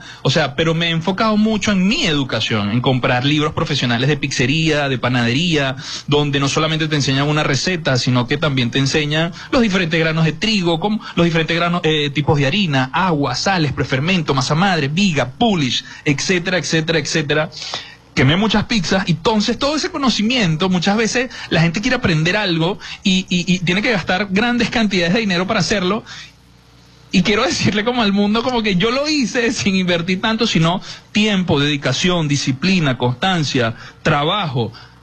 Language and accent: Spanish; Venezuela; also born or lived in Peru; es mi gente, es mi tierra.